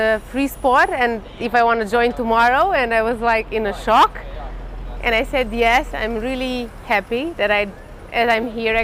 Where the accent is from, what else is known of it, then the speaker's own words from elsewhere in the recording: Romania; English is a second language; I'm from Romania. It's my first time here in Medjugorje.